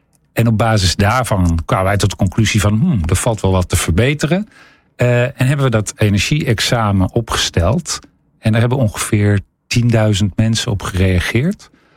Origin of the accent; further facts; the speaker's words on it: Netherlands; Nou, we weten best wel wat als Nederlanders.